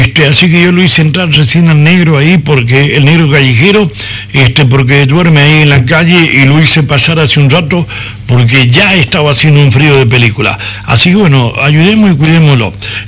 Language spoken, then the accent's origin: Spanish; Argentina; Qué es lo que somos los argentinos.